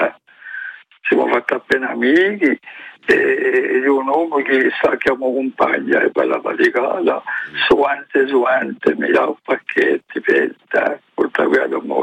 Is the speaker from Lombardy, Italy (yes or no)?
no; Rome, Lazio, Italy; Siamo romani, non volete.